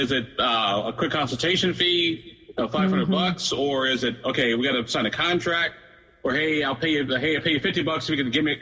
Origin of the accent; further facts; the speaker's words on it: Illinois, United States